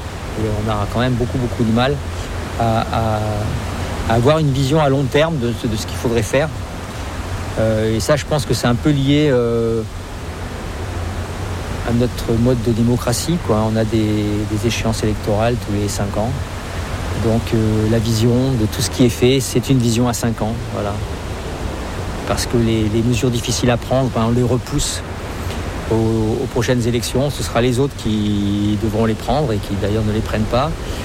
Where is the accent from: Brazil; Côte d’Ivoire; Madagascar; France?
Madagascar; born there; Moi, je suis né à Madagascar. À Madagascar, les tortues étaient consommées par les villageois.